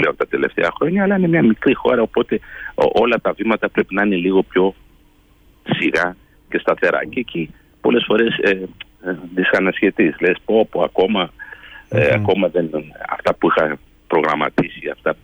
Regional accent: Greece; moved away as an adult; now in São Paulo, Brazil; Μετά το 1983 αποφασίσαμε να ξαναγυρίσουμε, εγώ δηλαδή μεγάλωσα εδώ στην Ελλάδα.

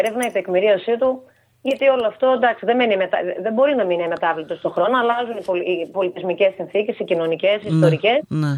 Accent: Nea Vyssa, Eastern Macedonia and Thrace, Greece; στη Νέα Δύση, που είναι η πατρίδα μου και ήταν και ένα πολύ μεγάλο χωριό.

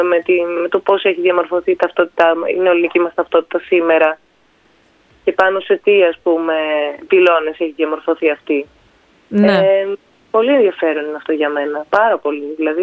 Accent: Athens, Attica, Greece; εγώ έχω γεννηθεί, έχω μεγαλώσει στην Αθήνα, οπότε θεωρώ τον εαυτό μου περισσότερο Αθηναία από οτιδήποτε άλλο.

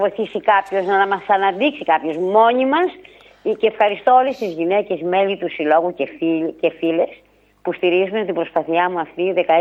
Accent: Pyrgos, Western Greece, Greece; είμαι πυριώτησα και το έχω αποδείξει.

